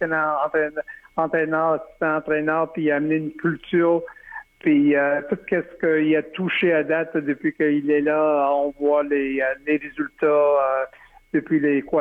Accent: Montreal, Quebec, Canada; also born or lived in Edmonton; en 2002, moi, j'avais besoin de quitter Montréal pour aller dans l'ouest du pays pour aller travailler pour une équipe qui, à cette époque-là, s'appelait les Eskimos d'Edmonton, pour aller chercher ma crédibilité pour revenir dans ma ville natale

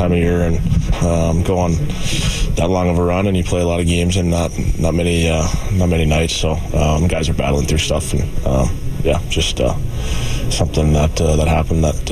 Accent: Western Canada, Canada; growing up in Western Canada

